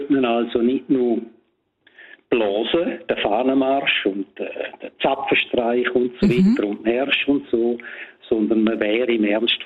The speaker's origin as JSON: {"language": "German", "town": "Domat/Ems", "region": "Graubünden", "country": "Switzerland", "tie": "born or raised there", "said": "Weil damals hat es in dem Dorf, wo ich aufgewachsen bin, im bündnerischen Domadems, da hat es einen Fernsehsender gegeben."}